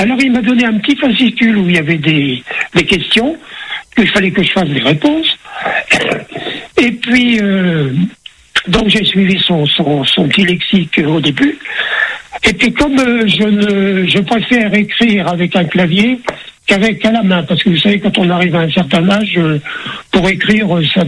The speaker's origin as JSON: {"language": "French", "town": "Amiens", "region": "Hauts-de-France", "country": "France", "tie": "born there", "also_born_or_lived": "Villers-Bretonneux", "said": "En décembre 42, je suis 49, on a quitté Villers-Bretonneux, on est allé habiter à Amiens. Donc, j'ai fait toutes mes études à Amiens"}